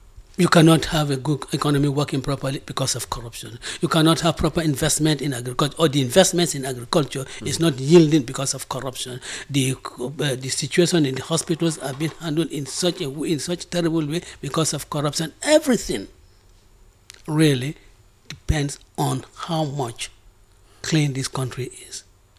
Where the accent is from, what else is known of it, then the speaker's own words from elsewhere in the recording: Banjul, Gambia; when I grew up in Half-Die, how can I really think that Wolofs do not deserve anything in this country?